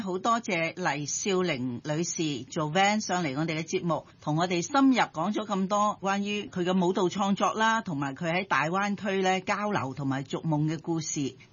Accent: Hong Kong

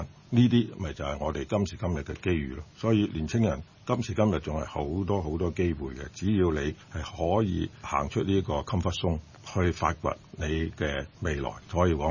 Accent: China; 我們中國人比較上是不是很注重我們的產品的包裝的。

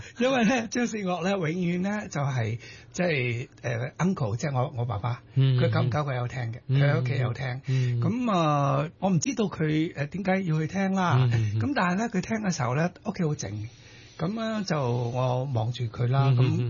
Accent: Chaozhou, Guangdong, China; 我是潮州人。我係潮州人。

